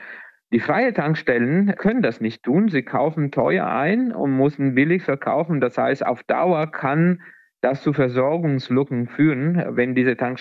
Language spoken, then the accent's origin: German; Italy; German is a second language; moved away; Ja, ich bin Italiener